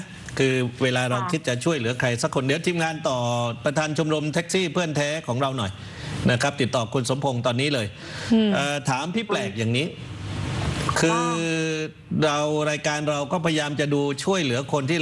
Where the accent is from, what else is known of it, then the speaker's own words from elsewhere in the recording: Bangkok, Thailand; เราคนกรุงเทพปริมณฑลเนี่ยที่ดินแถวหนองจอก